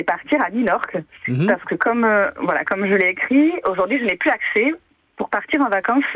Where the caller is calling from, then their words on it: Tartas, Nouvelle-Aquitaine, France; J'appelle de Tartas, dans les Landes.